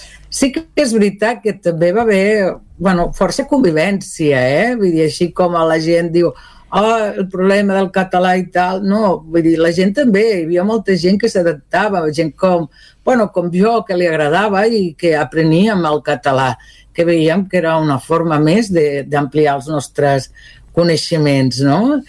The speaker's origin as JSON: {"language": "Catalan", "town": "Barberà del Vallès", "region": "Catalonia", "country": "Spain", "tie": "born there", "also_born_or_lived": "Melilla / Zaragoza", "second_language": "Catalan", "said": "encara hi havia molts carrers sense asfaltar, vol dir que tot era com molt poble encara Barberà del Vallès era un poble."}